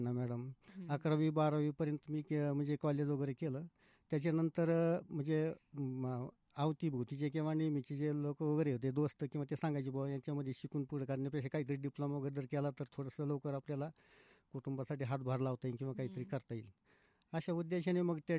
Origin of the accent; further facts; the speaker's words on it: Tamaswadi, Maharashtra, India; तसं मूळ गाव आमचं तामसवाडीचे, तामसवाडी तालुका नेवासा नगर। तसं प्राथमिक शिक्षण आमचं तामसवाडी जिल्हा परिषद प्राथमिक शाळा तामसवाडी या ठिकाणी झालेलं आहे।